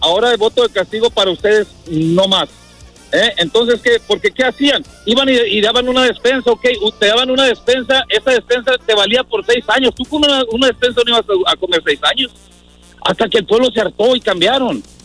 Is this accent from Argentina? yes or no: no; Mexico; Que no soy más mexicano que los nopales.